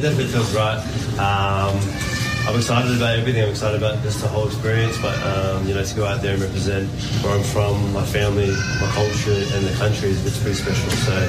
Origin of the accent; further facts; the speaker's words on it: New Zealand; I grew up obviously in New Zealand